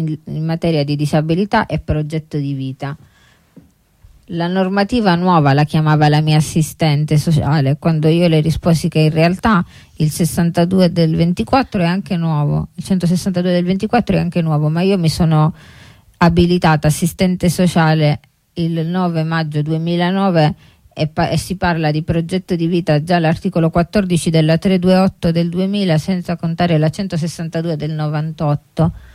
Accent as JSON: {"language": "Italian", "region": "Apulia", "country": "Italy", "said": "io sono di origine, sono pugliese, quindi penso che in Puglia non si sia neanche mai arrivati a concettualizzare il decreto 162"}